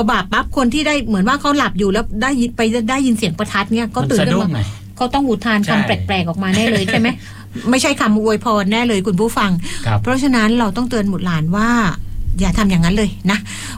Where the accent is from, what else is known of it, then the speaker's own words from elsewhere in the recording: Phuket, Thailand; เราเป็นชาวภูเก็ต